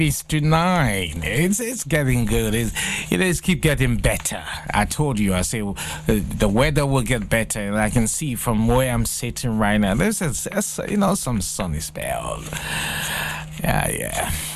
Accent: Liberia; Okay, I will tell you, I'm from Liberia, the Republic of Liberia in West Africa. That's where I'm from.

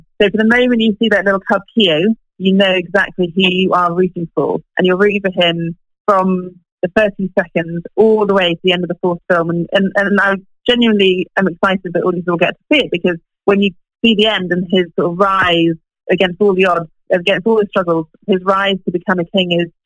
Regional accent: Malawi; also born or lived in Ethiopia; I grew up in East Africa, in Malawi and Ethiopia, and I spent a lot of time just watching nature.

